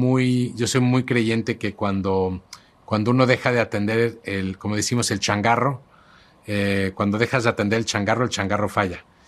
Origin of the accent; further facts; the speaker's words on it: Mexico; yo creo que estas cosas son una realidad en mi país, pero al mismo tiempo también con esta serie le muestro a mis hijos el México que podría llegar a ser